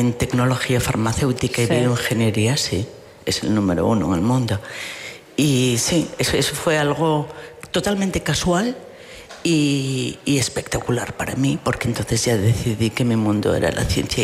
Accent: Carrizo, Castile and León, Spain; Me siento tremendamente unida a mi pueblo de Carrizo, o sea, más...

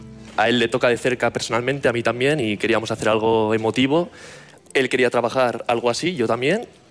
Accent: Bilbao, Basque Country, Spain; Yo soy de Bilbao, el de Baracaldo, y nos juntamos en un curso actoral y ya amigos.

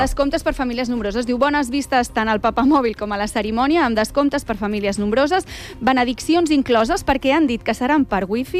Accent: Cabrils, Catalonia, Spain; born there; also born or lived in Esplugues de Llobregat

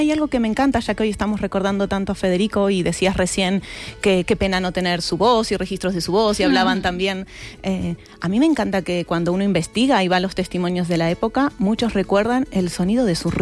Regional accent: Argentina; now in Madrid, Spain; Yo como argentina

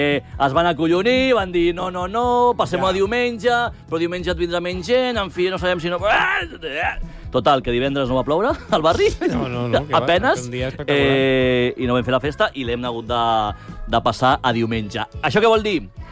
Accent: Galicia, Spain; Jo és que sóc gallec, a mi ja em donaven vi amb 4 anys.

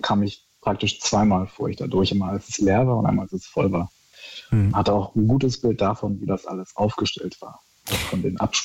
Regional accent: Berlin, Germany; born there; Ich bin mittlerweile 33. Ich bin gebürtiger Berliner. Und ich habe die Love Parade und CSD alles schon mitbekommen.

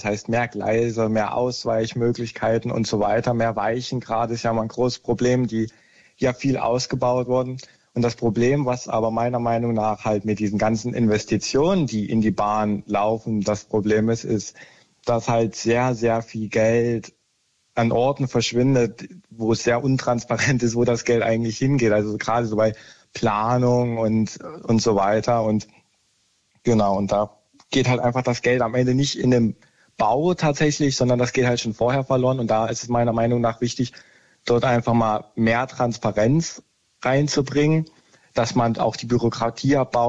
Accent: Dresden, Saxony, Germany; Ich komme ja aus Dresden.

